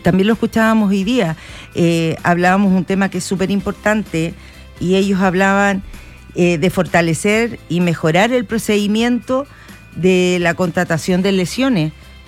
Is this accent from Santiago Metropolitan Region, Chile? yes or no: no; Tarapacá, Chile; O sea, uno va y dice, oye, yo soy de Tarapacá, yo valgo lo mismo que vale